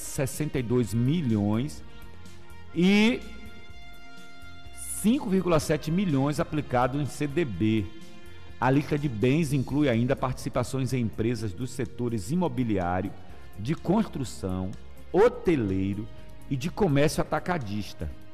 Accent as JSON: {"language": "Portuguese", "country": "Brazil", "said": "nós, brasileiros"}